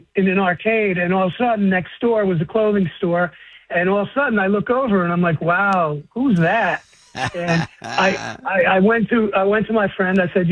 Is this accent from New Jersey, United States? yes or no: yes; Seaside Heights, New Jersey, United States; Yeah, yeah. It was wonderful growing up in Seaside Heights. I got many memories, and I'll never forget them.